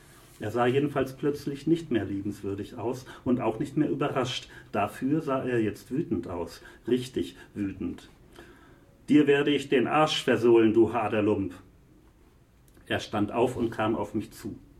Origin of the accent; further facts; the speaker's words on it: Northern Germany, Germany; Ich fremdel ja als Norddeutscher mit solchen Begriffen sehr.